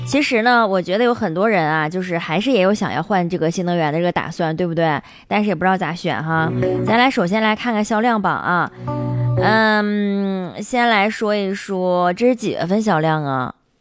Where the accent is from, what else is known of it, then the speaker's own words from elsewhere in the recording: Harbin, Heilongjiang, China; 我只要听到咱们家乡的人讲话，我一下就能听出来是咱们哈尔滨的